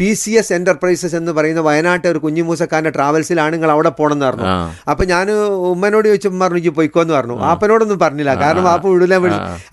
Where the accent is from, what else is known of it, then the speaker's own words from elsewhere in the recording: Thechi, Kozhikode district, Kerala, India; moved away as an adult; now in Saudi Arabia; ഞാൻ ജനിച്ചു വളർന്നപ്പോഴേ ഈ കിനാലൂർ എസ്റ്റേറ്റ് എന്ന് പറഞ്ഞ ഈ തൊഴിലാളികൾ താമസിക്കുന്ന ഇടത്ത് തെച്ചി എന്നൊരു കൊച്ചു ഗ്രാമത്തിൽ, അവിടെ സ്ട്രീറ്റ് ലൈറ്റ് ഇല്ല, സ്കൂളുകളില്ല, ഒന്നുമില്ല, അത് ഒറ്റപ്പെട്ടൊരു സ്ഥലമായിരുന്നു.